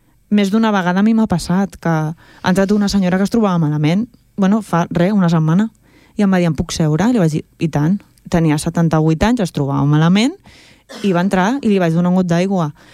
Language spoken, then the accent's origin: Catalan; Esplugues de Llobregat, Catalonia, Spain; born there; jo em sento filla d'Esplugues